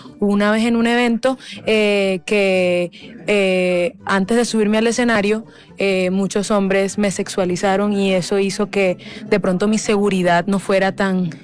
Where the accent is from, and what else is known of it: La Guajira, Colombia